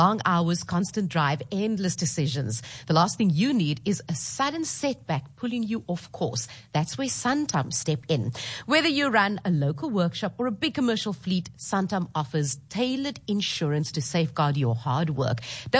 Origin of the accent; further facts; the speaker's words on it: Somerset West, Western Cape, South Africa; a lot of people spend time in Somerset West, my hometown.